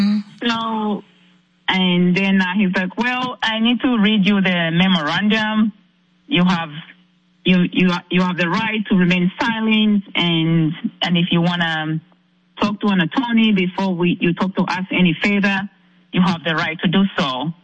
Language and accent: English; Zambia; now in United States; I'm not a U.S. citizen. I'm from Zambia, Africa.